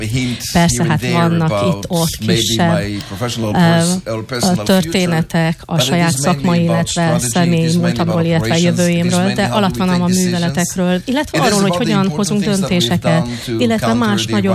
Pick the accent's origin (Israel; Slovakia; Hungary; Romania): Israel; born there; Hungarian is a second language; Tehát én ugye a közel-keleten születtem, és ott igazából nagyon nehéz háborunk volt, ami igyekezett legyőzni Izrael államot, az volt a fő célja.